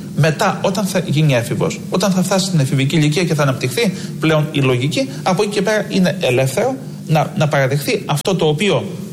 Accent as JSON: {"language": "Greek", "country": "Greece"}